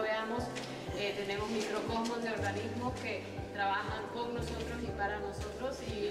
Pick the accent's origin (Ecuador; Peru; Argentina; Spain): Ecuador; soy ecuatoriana también.